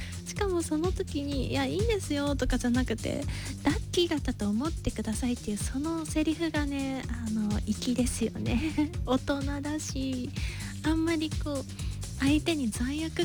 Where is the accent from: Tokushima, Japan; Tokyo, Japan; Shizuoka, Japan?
Tokushima, Japan; moved away; 私の地元の徳島も、